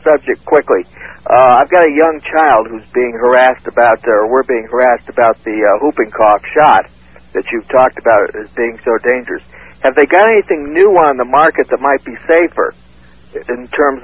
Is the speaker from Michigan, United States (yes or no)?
no; Connecticut, United States; now in Roseburg, United States; Mr. Lindsay, I come from Connecticut originally